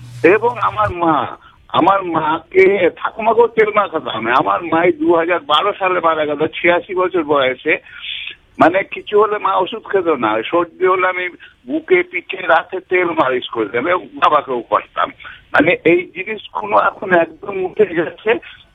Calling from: Howrah, West Bengal, India; হাওড়া পুরি থেকে

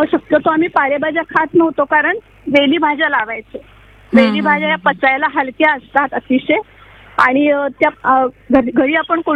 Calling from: Navi Mumbai, Maharashtra, India; मी खारघरला राहते.

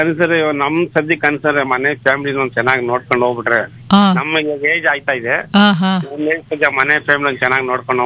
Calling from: Bengaluru, Karnataka, India

